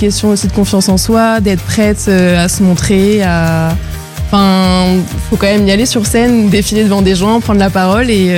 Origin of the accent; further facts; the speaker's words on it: Île-de-France, France; pour moi c'est là où j'ai grandi, où j'ai fait toutes mes rencontres, là où je suis avec ma famille. C'est un département que j'adore et que j'affectionne particulièrement et où je me sens bien surtout.